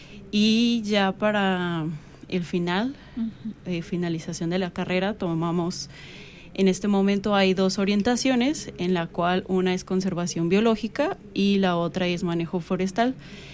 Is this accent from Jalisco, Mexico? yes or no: yes; Guadalajara, Jalisco, Mexico; Soy originaria de Guadalajara